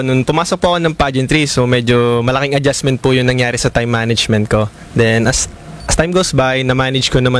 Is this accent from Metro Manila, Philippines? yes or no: no; San Pablo, Calabarzon, Philippines; Taga San Pablo po ako eh. Nag-aaral po ako sa San Pablo Colleges.